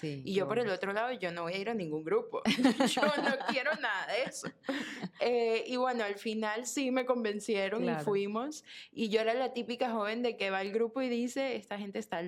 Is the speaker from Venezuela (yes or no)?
yes; Venezuela; moved away as an adult; como mencionaste, soy venezolana, llegué a este país hace 12 años